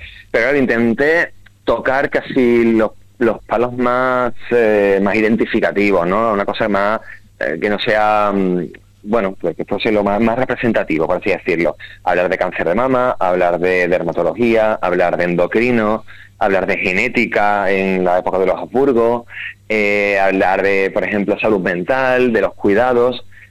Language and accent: Spanish; Andalusia, Spain; por ejemplo, en mi tierra, en Andalucía, ha salido bastante en los medios de comunicación